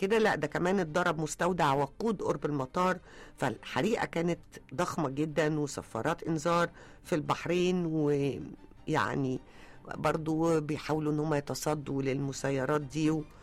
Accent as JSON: {"language": "Arabic", "country": "Egypt", "lives_now": "Mohandessin, Giza, Egypt", "said": "إحنا كمصريين"}